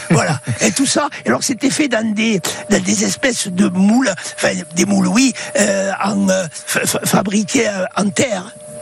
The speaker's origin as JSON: {"language": "French", "region": "Occitanie", "country": "France", "tie": "born there", "also_born_or_lived": "Mexico / Morocco / Spain", "moved": "as an adult", "said": "Moi, je suis né à Pézières. Ouais. Je suis de la dernière génération qui naissait à la maison."}